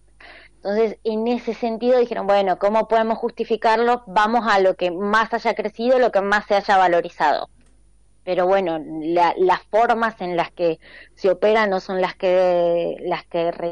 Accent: Argentina; de eso sabemos un montón en Argentina

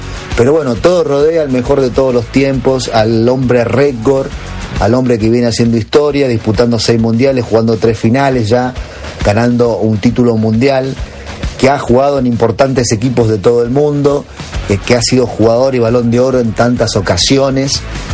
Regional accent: Argentina; Como somos los argentinos, Ali, ¿sí?, que luchamos siempre, pero siempre hasta el final.

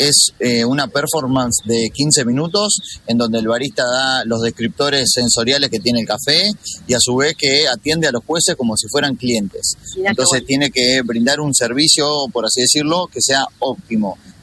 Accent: Argentina

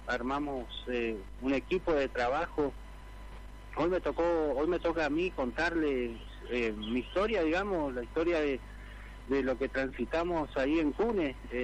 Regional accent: Barranquera, Chaco, Argentina; Nosotros somos una familia de Barranquera, estamos hace muchos años acá en Barranquera

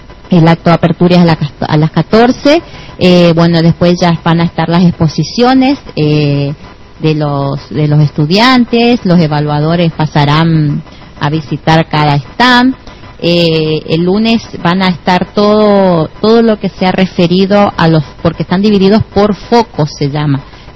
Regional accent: Argentina; no somos argentinos

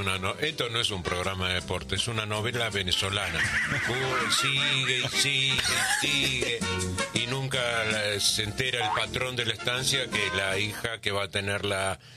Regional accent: Caballito, Buenos Aires, Argentina; Atajé en Ferro y mi gran mi parte grande de mi infancia fue en Caballito.

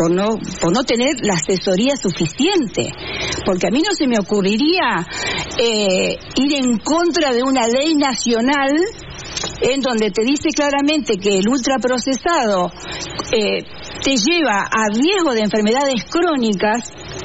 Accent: Argentina

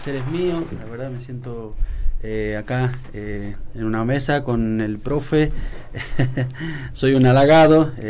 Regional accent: Lules, Tucumán, Argentina; Yo soy de acá de Lule

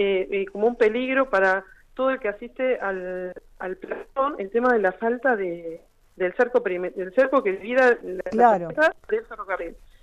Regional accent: Ramallo, Buenos Aires Province, Argentina; somos todos de Ramallo, todos conocidos

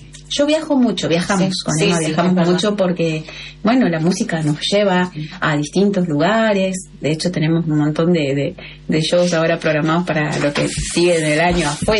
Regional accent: Santa Fe, Argentina; somos del norte de Santa Fe, que tenemos el Jaucanigá como una fortuna maravillosa

